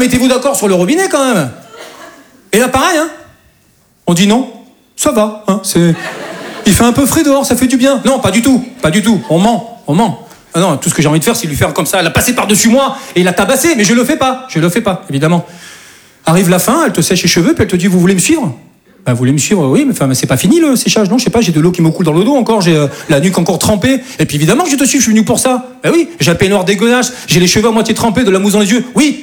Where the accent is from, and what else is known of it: Southern France, France